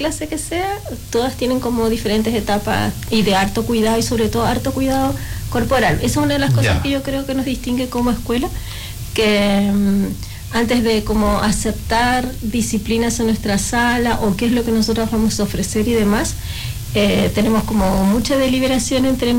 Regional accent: Buenos Aires Province, Argentina; moved away; Yo soy argentina, perfecto. Vengo de la costa de Buenos Aires

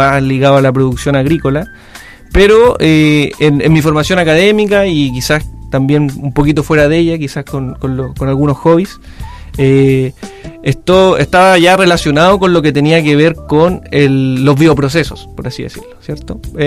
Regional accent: Puente Alto, Santiago Metropolitan Region, Chile; moved away as an adult; now in Los Lagos Region, Chile; Soy santiaguino, viviendo aquí en el sur. Soy ingeniero agrónomo de profesión y vengo de la comuna de Puente Alto. Yo estoy viviendo aproximadamente hace 2 años y medio, ¿no? Casi 3 años acá en la décima región.

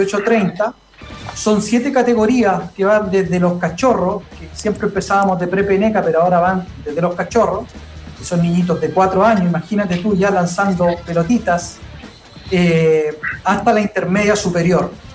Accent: Ñuble, Chile; Evidentemente, más allá que soy ñublensino, soy hincha de Ñublense

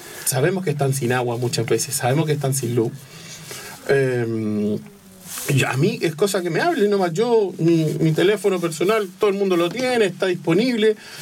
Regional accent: Chile; Yo soy chileno en Chile y español en España.

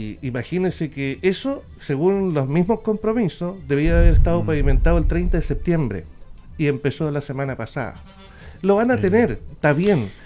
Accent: Puerto Aysén, Aysén, Chile; veo mi pueblo y ni siquiera me pavimentan el camino viejo como un saludo al histórico camino que inauguró Puerto Aysén

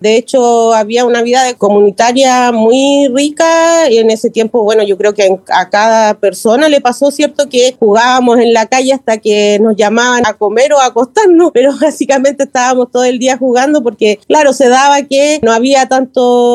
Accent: Valdivia, Los Ríos, Chile; yo soy de Valdivia, nací y criada acá en la ciudad de Valdivia. Mi vida ha estado acá en la región de Los Ríos.

